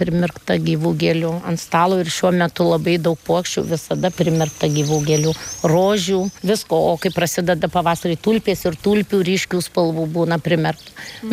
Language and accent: Lithuanian; Kaunas, Kaunas County, Lithuania; born there; moved away; gimiau Kaune ir miestietė ir aš galvoju, nu, kad aš nežinau, ar aš kada kaime gyvensiu. Bet taip išėjo, kad aš miestelį gyvenu, nu, bet beveik kaip kaime, bet jau daug metų čia gyvenu, 38 metai kaip gyvenu.